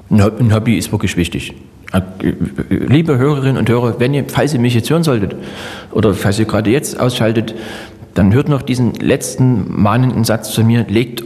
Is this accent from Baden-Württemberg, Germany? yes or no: no; Saxony, Germany; born there; now in Dresden, Germany; Ich bin ja im Vogtland geboren, ich bin gerne dort geboren, was nicht heißt, dass ich dort begraben sein möchte.